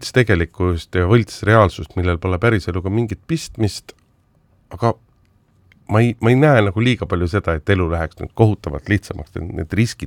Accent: Tartu, Tartu County, Estonia; born there; mulle meeldib siiski öelda, et ma olen sünnilt, olen tartlane. Ja olen alati Tartut teiste kõige paremaks linnaks pidanud

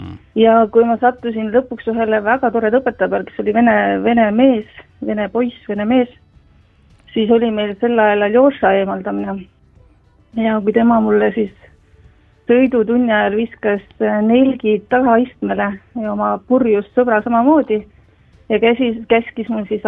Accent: Tartu, Tartu County, Estonia; ja Tartust.

